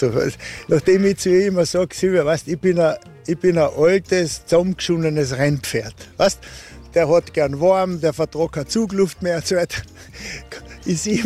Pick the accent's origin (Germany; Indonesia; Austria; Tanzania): Austria; Graz, Styria; born there; Das ist richtig, ja, als gebürtiger Grazer obendrein. Nein, ich bin natürlich mit Haut und Haar mal Österreicher